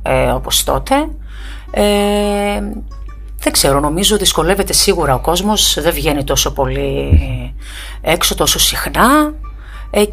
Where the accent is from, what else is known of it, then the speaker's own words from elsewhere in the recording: Katerini, Central Macedonia, Greece; Εδώ, από Κατερίνη.